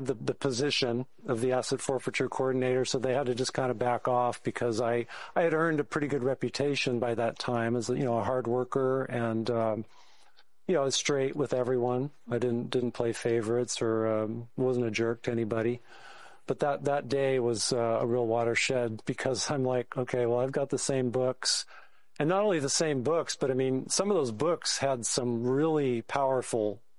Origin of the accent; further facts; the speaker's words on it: San Jose, California, United States; when I migrated down to San Jose, my hometown